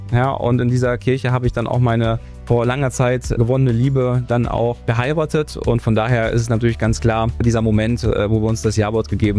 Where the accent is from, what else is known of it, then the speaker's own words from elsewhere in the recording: Hamm, North Rhine-Westphalia, Germany; born there; now in Solingen, Germany; Ich komme gebürtig aus Westfalen, aus Hamm in Westfalen. Ja, die Liebe hat mich dann tatsächlich vor 2 Jahren hier nach Solingen-Grefrath verschlagen.